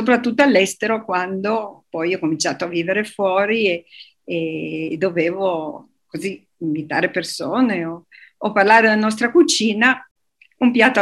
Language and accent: Italian; Turin, Piedmont, Italy